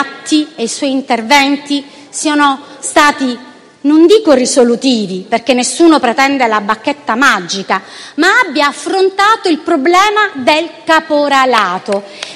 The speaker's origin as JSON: {"language": "Italian", "region": "Sicily", "country": "Italy", "said": "un caso che è capitato dalle mie parti, che ho vissuto in prima persona, perché se no è a 20 chilometri dalla mia città, ma qualsiasi parlamentare qui seduto ha avuto un caso del genere, ne sono certa. Ci troviamo ad Acate, in Sicilia."}